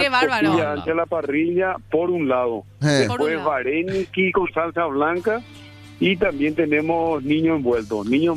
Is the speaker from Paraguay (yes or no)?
yes; Fram, Itapúa, Paraguay; Y en Fram tenemos, por supuesto, una característica única. Ahí hay una mezcla de razas, de creencias.